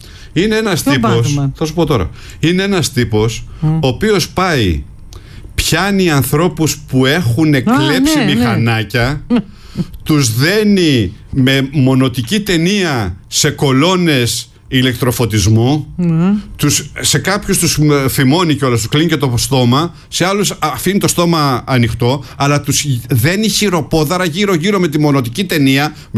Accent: Ptolemaida, Western Macedonia, Greece; Χαιρετισμού στην πατρίδα μου την Πτολεμαϊδα.

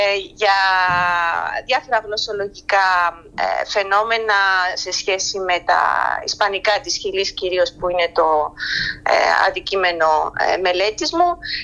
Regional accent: Rhodes, South Aegean, Greece; moved away as an adult; also born or lived in Florida, United States / Patras, Greece / Cardiff, United Kingdom; now in Santiago, Chile; Επιστρέψαμε μετά στην Ελλάδα, στη Ρόδο, όπως είπατε. Εκεί μεγάλωσα, εκεί τελείωσα το σχολείο

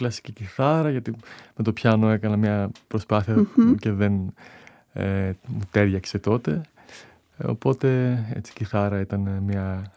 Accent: Thessaloniki, Central Macedonia, Greece; Γεννήθηκα και μεγάλωσα στη Θεσσαλονίκη. Η πρώτη γειτονιά μου ήταν εκεί που είναι και η παρούσα.

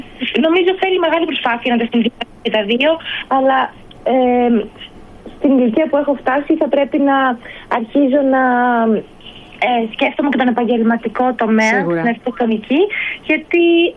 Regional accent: Ioannina, Epirus, Greece; moved away as an adult; now in Athens, Greece; επειδή είχα μείνει στα Γιάννενα στην πόλη μου

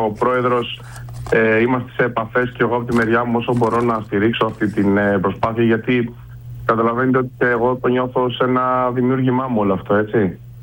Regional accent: Kalamata, Peloponnese, Greece; also born or lived in Mani; Γεννήθηκα στην Καλαμάτα.

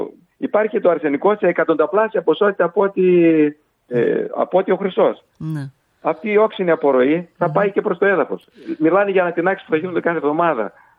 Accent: Greece; Πραγματικά νιώσαμε και εμείς περήφανοι σαν Έλληνες

